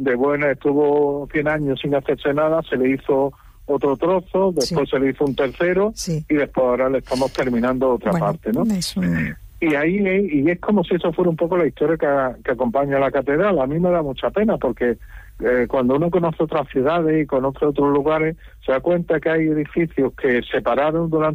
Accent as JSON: {"language": "Spanish", "town": "Málaga", "region": "Andalusia", "country": "Spain", "tie": "born or raised there", "said": "Y yo soy malagueño, a mí me ha tocado la lotería."}